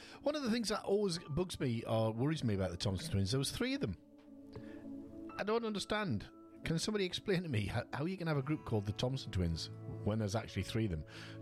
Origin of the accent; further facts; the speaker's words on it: South Shields, North East England, United Kingdom; in the northeast on Tyneside in South Shields, my hometown